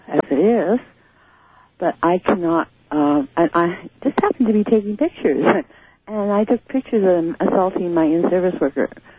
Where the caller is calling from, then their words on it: Grass Valley, California, United States; from Grass Valley.